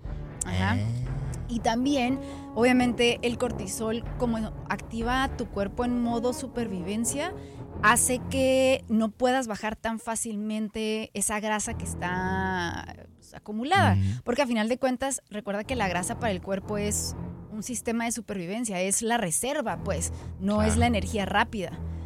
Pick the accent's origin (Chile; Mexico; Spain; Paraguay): Mexico; nosotros como población mexicana